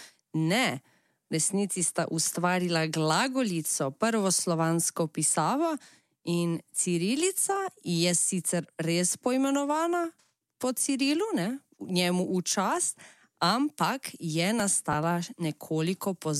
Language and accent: Slovenian; Šmihel, Southeast Slovenia, Slovenia; Pri nas doma v Šmihelu, ne, pri Novem mestu, smo ponavadi za Farfest jedli kakšen dober golaš.